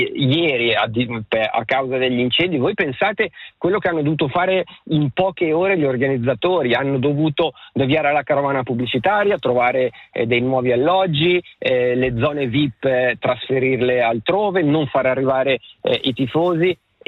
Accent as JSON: {"language": "Italian", "town": "Stabio", "region": "Ticino", "country": "Switzerland", "said": "io sono di Stabio, quindi vi do questo come parametro"}